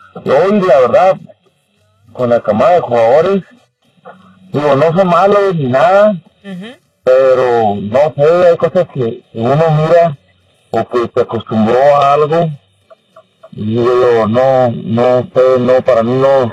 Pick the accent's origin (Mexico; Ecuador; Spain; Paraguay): Mexico; soy mexicano y sigo apoyando a la selección.